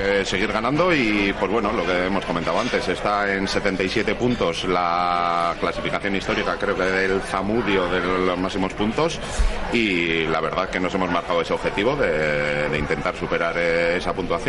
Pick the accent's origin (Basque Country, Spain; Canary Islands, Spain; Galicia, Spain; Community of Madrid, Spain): Basque Country, Spain; Amorebieta-Etxano; En el Amorebieta juvenil, sí, somos los dos de Amorebieta.